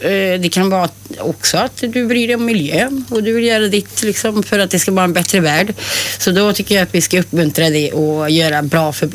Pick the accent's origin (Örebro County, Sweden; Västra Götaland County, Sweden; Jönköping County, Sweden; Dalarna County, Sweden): Västra Götaland County, Sweden; Trollhättan; jag är uppvuxen i Kronogården